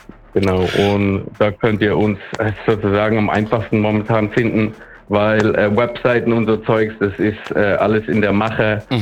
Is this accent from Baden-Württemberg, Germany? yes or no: yes; Mannheim, Baden-Württemberg, Germany; now in Bremen, Germany; Ursprünglich aus Mannheim, mittlerweile wohne ich in Bremen